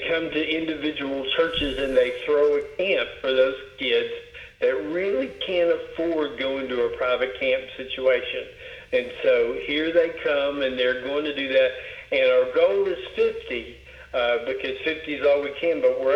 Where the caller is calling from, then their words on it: Decatur, United States